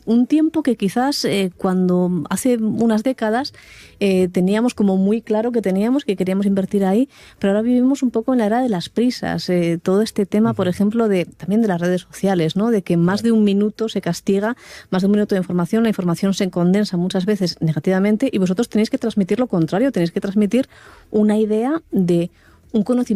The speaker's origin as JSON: {"language": "Spanish", "town": "Gijón", "region": "Asturias", "country": "Spain", "said": "yo como soy de Gijón"}